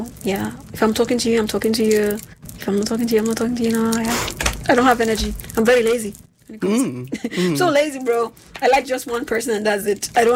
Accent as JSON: {"language": "English", "country": "Nigeria", "said": "especially because I'm from Nigeria, so lots of my friends are long distance."}